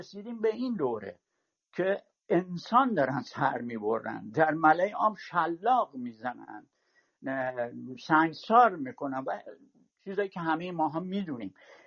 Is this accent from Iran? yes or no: yes; Iran; moved away; من الان 37 سالی که خارج از ایرانم